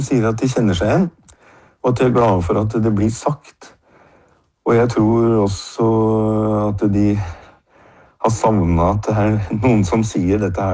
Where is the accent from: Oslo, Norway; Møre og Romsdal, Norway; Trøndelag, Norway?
Oslo, Norway; Det går jo en lang linje fra da jeg ble født og vokste opp i Groruddalen i nye blokker der.